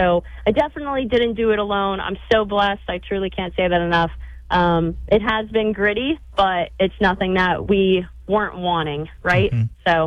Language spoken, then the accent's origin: English; Naples, Florida, United States; I was from somewhere, I'm from Naples, Florida